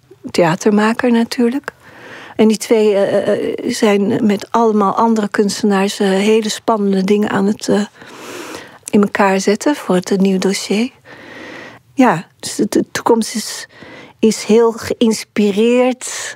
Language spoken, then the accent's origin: Dutch; Surabaya, East Java, Indonesia; moved away; waar we gewoond hebben, heeft ze gevonden in Surabaya. Het Chinese ziekenhuis waar ik ben geboren heeft ze gevonden.